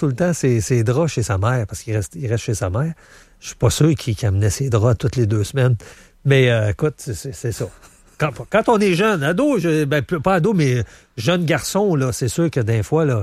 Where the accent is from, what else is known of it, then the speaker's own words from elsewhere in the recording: Quebec, Canada; born there; C'est dans mon patelin, là. Il se présente. C'est Tetford Mines, entre autres.